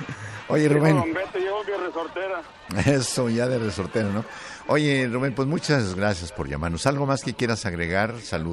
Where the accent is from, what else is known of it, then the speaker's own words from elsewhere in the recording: Tlaltenango, Zacatecas, Mexico; moved away; vamos aquí a Tlatenango, Zacatecas, a mi tierra